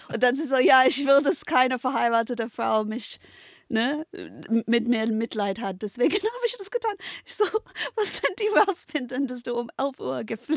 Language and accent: German; London, East of England, United Kingdom; German is a second language; moved away; Ich komme aus Essex, London, und wir haben kleinere Häuser